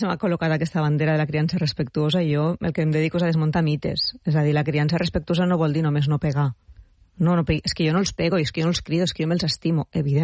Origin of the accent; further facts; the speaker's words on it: Pyrenees, Spain; born there; moved away; estic al meu poble del Pirineu